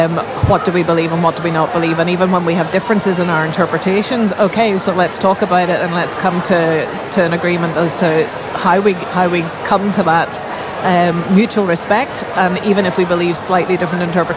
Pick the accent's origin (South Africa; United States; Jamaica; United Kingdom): United Kingdom; Northern Ireland; I grew up in a Christian home, and going to church was just a regular thing.